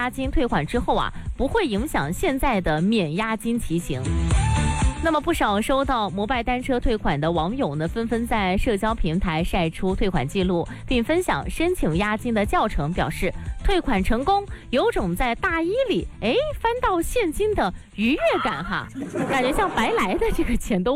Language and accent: Chinese; Guangdong, China; 我们广东人真的是需要注意一下哈